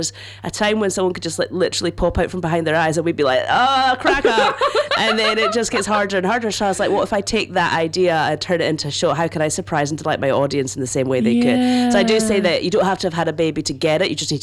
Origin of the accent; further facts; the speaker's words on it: Scotland, United Kingdom; moved away as an adult; also born or lived in London / New Zealand; now in Wellington, New Zealand; I am a comedian, lives in Wellington, but I'm Scottish, which is why Liv wants to do my accent. So I was born and raised in Scotland, and I moved to London for about 12 years, and then I moved to New Zealand 5 years ago now.